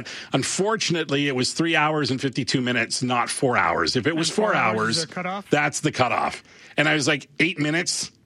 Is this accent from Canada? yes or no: yes; Eastern Canada, Canada; moved away; I grew up in the East